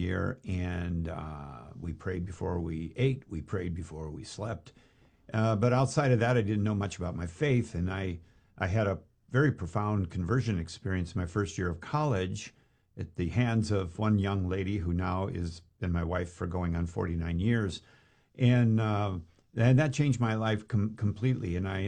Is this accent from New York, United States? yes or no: no; Minneapolis, Minnesota, United States; I grew up Catholic in the Twin Cities, Minneapolis, St. Paul, and a very average Catholic life